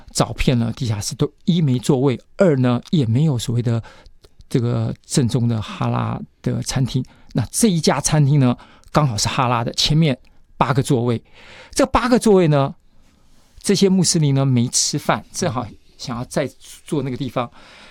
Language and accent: Chinese; Taiwan; 我们台湾人一对夫妻